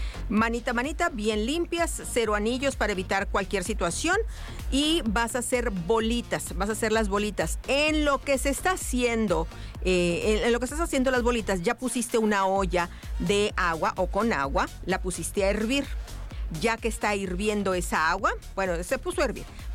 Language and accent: Spanish; Sonora, Mexico; como buena madre sonorense